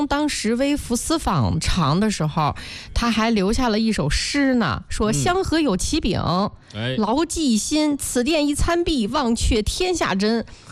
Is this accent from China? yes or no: yes; northern China, China; 可能对我们北方人来说是天生的喜欢